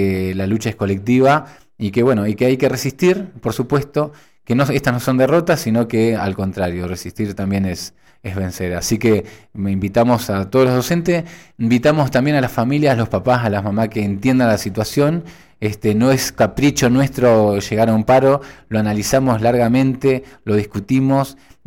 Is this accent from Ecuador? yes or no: no; Entre Ríos, Argentina; yo soy de Isla del Ibicuí